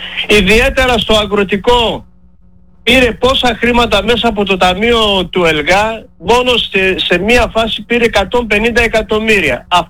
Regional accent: Macedonia, Greece; εδώ εμείς οι αγρότες ακρίτες Μακεδόνες

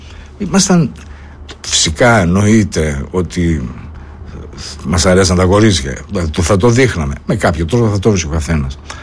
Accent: Greece; Εμείς σαν Έλληνες δεν είχαμε καμία σχέση με αυτό το πράγμα.

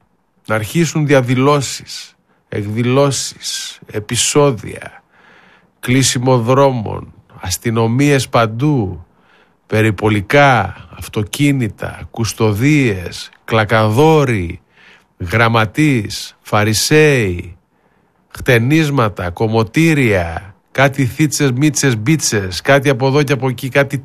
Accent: Greece; Και σε αυτή την πόλη είμαι 36 χρόνια. 36 χρόνια. Εδώ μεγάλωσα, εδώ ανδρώθηκα, εδώ τα πάντα.

